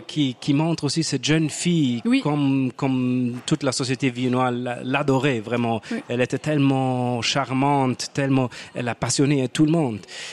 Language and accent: French; Munich, Bavaria, Germany; French is a second language; Allemand, de Munich.